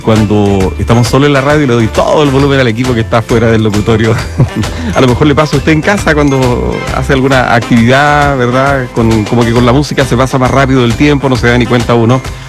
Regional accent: Chile; aunque como buen chileno también hemos andado por ahí dando algunos retoques, cerrando por aquí, por allá, bloqueando el agua, el viento, como buen chileno a última hora con esos menesteres propios del verano.

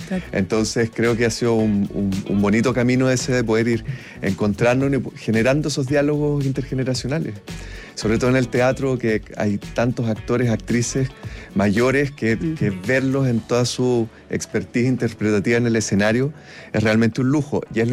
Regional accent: Concepción, Biobío, Chile; Soy de Concepción

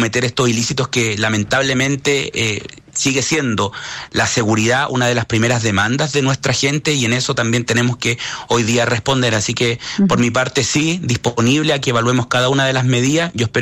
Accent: Antofagasta, Chile; especialmente en mi región de Antofagasta, de donde yo vengo

